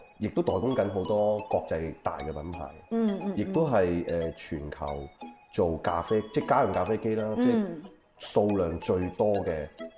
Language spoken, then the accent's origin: Cantonese; Hong Kong; born there; 我喺香港出世嘅香港人。